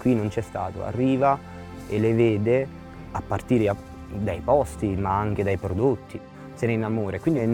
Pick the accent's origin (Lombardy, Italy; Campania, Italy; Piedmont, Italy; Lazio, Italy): Campania, Italy; moved away as an adult; also born or lived in Naples / Venice; Avvertivo sempre lo stesso bisogno di tornare in quella che era la mia terra.